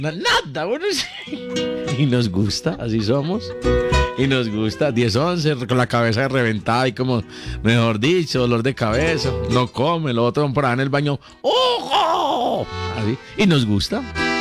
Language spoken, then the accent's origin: Spanish; Colombia; Claro, somos colombianos y tenemos que elegir nuestro presidente. Somos colombianos.